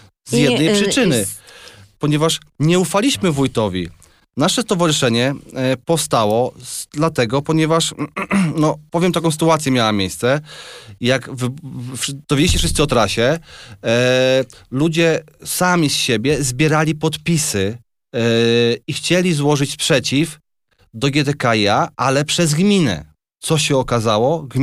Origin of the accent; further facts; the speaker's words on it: Masovian Voivodeship, Poland; gminy Sochaczew, skąd pochodzimy